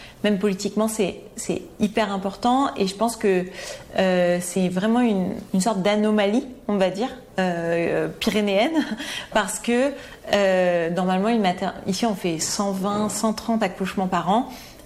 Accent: Porté-Puymorens, Occitanie, France; J'ai grandi à Portet-Puymorens.

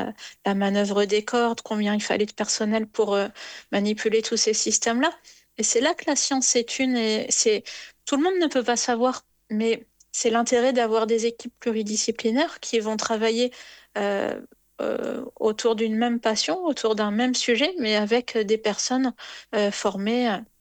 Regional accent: Normandy, France; Moi, je suis originaire de Normandie.

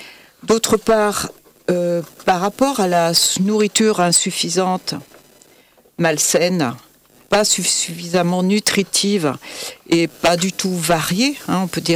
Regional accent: France; chez nous, en France

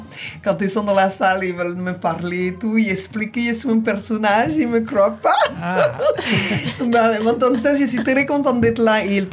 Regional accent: Antilles, France; Je suis contente que vous disiez ravet, parce que c'est un terme tellement local et de chez nous aux Antilles.

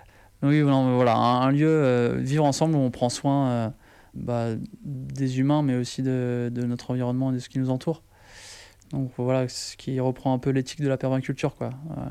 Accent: Hauts-de-France, France; moved away as an adult; now in southern France; j'ai grandi dans le Nord, mais un stage de fin d'études m'a amené à vivre en Charente

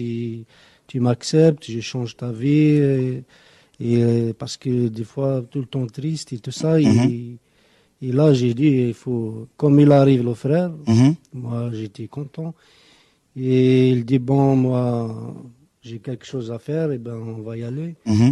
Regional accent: Algeria; Et je suis algérien.

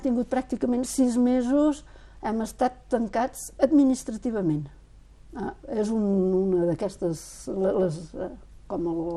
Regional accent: Catalonia, Spain; now in France; jo vinc de Catalunya.

